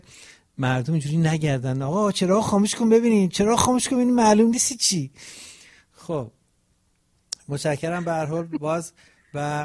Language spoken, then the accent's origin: Persian; Rasht, Gilan, Iran; accent: Rashti; من فکر می‌کنم شبیه رشتی لهجه‌ام